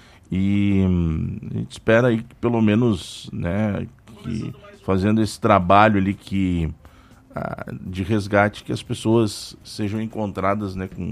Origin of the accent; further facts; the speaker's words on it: Brazil; Eu sou brasileiro com muito orgulho, com muito amor, né?